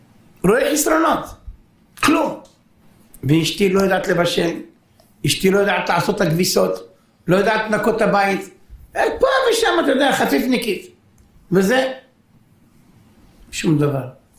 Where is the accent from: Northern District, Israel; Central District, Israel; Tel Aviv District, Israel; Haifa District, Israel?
Haifa District, Israel; Haifa; אני בא להורים שלי גרו בחיפה. אני בא מחיפה.